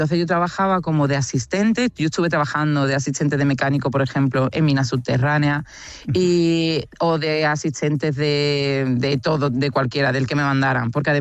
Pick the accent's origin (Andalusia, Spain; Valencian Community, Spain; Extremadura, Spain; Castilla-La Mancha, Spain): Andalusia, Spain; Cádiz; moved away as an adult; also born or lived in Seville; now in Australia; yo, que soy del sur, yo que soy de Cádiz y que estudio en Sevilla